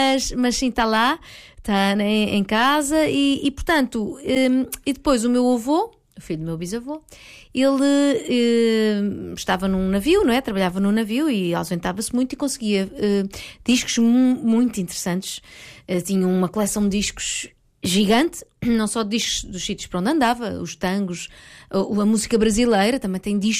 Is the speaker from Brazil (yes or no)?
no; Lisbon, Portugal; E eu sou de Lisboa, portanto, eu acho que, pelo menos até ao pessoal da minha geração